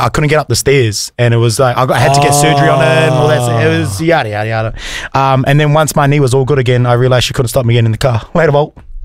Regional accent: Gisborne, New Zealand; moved away; my people today from Gizzy, my hometown.

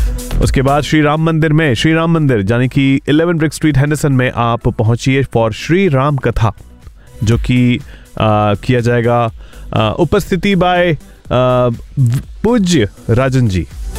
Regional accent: Rajasthan, India; Okay यार, मेरा तो फेवरेट ऑब्वियसली, मैं राजस्थानी हूँ तो they are even famous for Rajasthani dish as well.

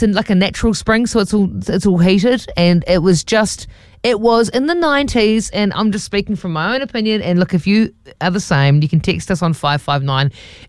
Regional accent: Dargaville, Northland, New Zealand; And as a kid growing up in Dargaville, we would just be so excited to drive down to Auckland.

